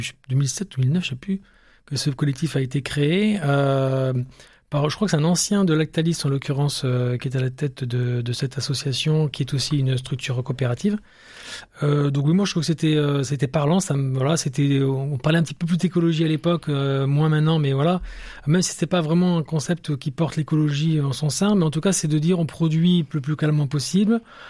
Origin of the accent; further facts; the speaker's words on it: France; accent: French; French accent